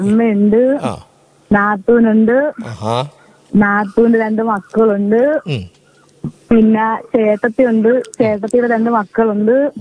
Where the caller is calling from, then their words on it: Kollam, Kerala, India; കൊല്ലത്ത് ഉളിയക്കോവിൽ.